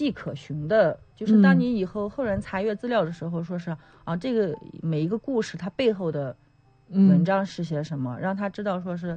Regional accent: Yan'an, Shaanxi, China; 咱们陕西省

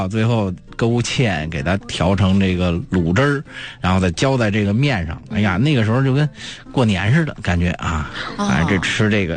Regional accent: Beijing, China; 咱们北京人做打卤面呀

